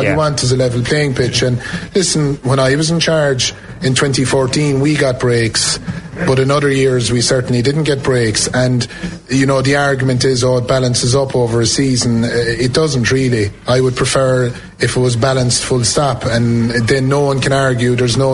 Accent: Lixnaw, Munster, Ireland; I come from Lixnaw. I come from a hurling area.

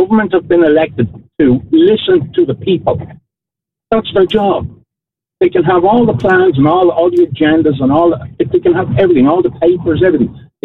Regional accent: Ireland; I'm an Irish citizen.

